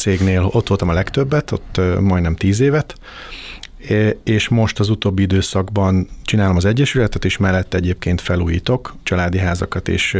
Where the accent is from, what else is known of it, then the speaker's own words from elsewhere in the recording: Szeged, Csongrád-Csanád, Hungary; Szegedi gyerek vagyok, 50 éves elmúltam, van két csodás lányom, meg egy csodás feleségem.